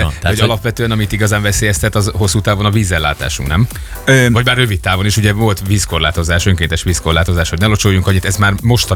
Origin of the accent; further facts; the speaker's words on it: Szeged, Csongrád-Csanád, Hungary; Nekem, mint szegedi lakosnak